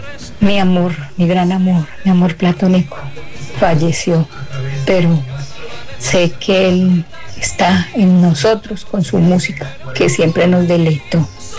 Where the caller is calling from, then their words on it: Cartago, Valle del Cauca, Colombia; … de Cartago